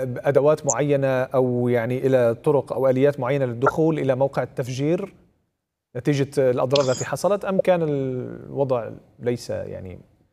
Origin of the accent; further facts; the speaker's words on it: Syria; وعلينا كسوريين عموما